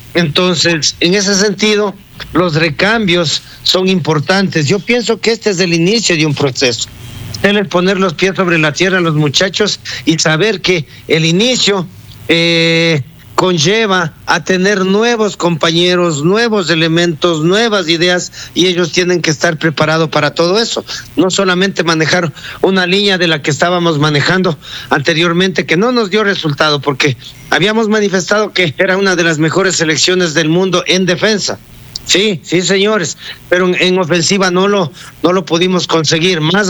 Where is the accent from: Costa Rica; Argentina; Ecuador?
Ecuador